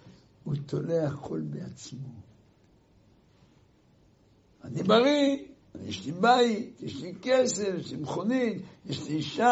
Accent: Haifa, Haifa District, Israel; אני גדלתי בחיפה, לפני 70 שנה.

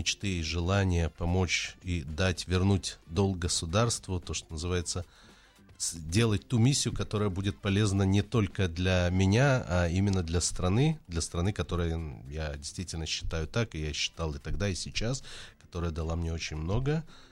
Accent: Kyiv, Ukraine; moved away as an adult; now in Israel; Я из Украины, я приехал из города Киев

